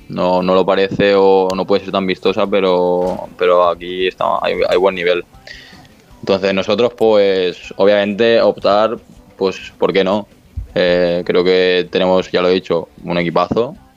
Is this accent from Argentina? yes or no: no; Spain; por la edad y porque somos muchos españoles.